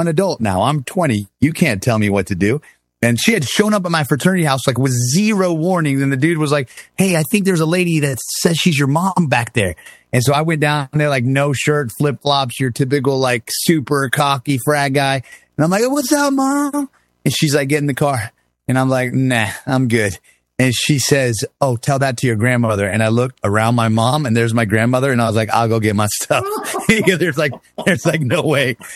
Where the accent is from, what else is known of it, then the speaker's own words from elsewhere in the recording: Houston, Texas, United States; also born or lived in Miami, United States; Well, so I was born in Miami, then raised in Texas.